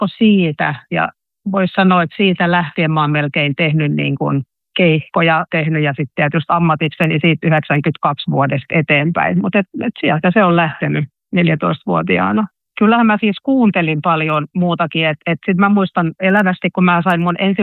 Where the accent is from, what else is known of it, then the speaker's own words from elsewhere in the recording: Pori, Satakunta, Finland; Sitten kun mä oon Porista kotoisin, mä oon asunut 5 vuotta siellä